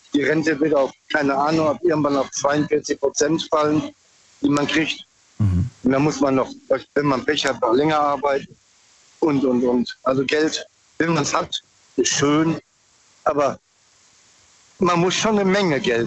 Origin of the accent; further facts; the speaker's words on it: Bruchsal, Baden-Württemberg, Germany; Ich komme aus Bruchsal.